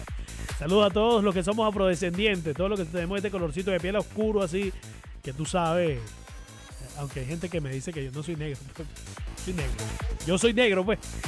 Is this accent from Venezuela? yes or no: yes; San Sebastián de los Reyes, Aragua, Venezuela; moved away; Claro que soy de San Sebastián de los Reyes, Estado de Aragua. Lamentablemente me vine de allá hace algunos añitos, pero sí, mi corazón sigue estando en San Sebastián.